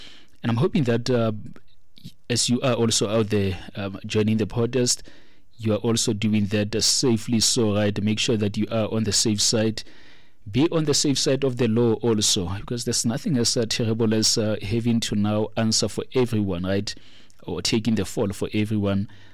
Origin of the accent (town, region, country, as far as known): South Africa